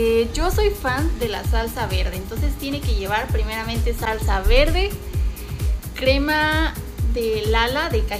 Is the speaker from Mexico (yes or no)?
yes; Mexico